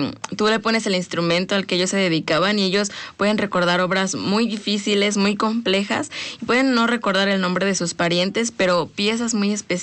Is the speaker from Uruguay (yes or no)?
no; Mexico; De los que, pues, somos mexicanos